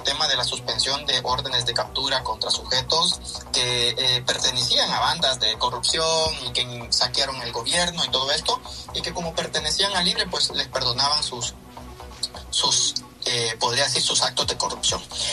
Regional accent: Honduras; lo digo como hondureño, como periodista

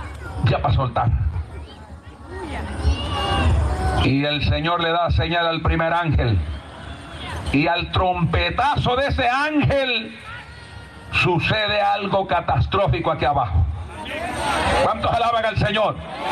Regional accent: Honduras; somos catrachos todos.

